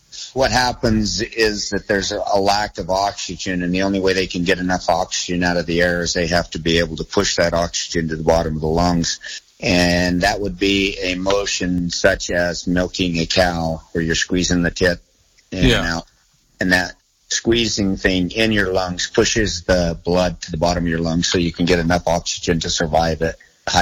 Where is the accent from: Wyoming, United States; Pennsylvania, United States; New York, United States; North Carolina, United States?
Wyoming, United States; Boulder; Boulder, Wyoming. That's where the family ranch.